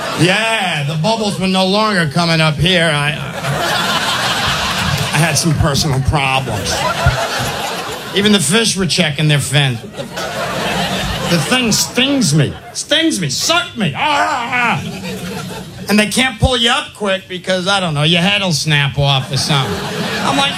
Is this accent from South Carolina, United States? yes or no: no; New York, United States; Oh, no, I'm from New York. Maybe just let me hold my breath. You know, we're from New York. New Yorkers, we don't swim.